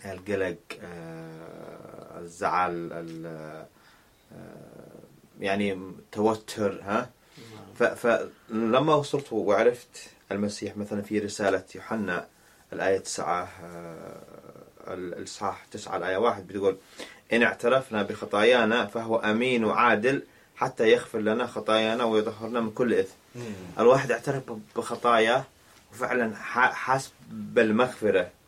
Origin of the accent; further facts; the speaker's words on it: Yemen; أنا من اليمن